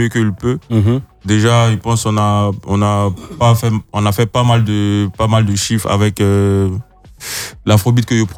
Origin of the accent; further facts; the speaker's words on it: Côte d’Ivoire; ma petite touche ivoirienne qui montre que je viens de Côte d'Ivoire